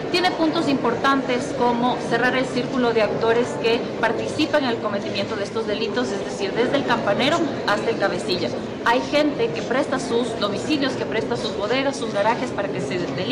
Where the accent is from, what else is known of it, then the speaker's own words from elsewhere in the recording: Ecuador; nosotros como ecuatorianos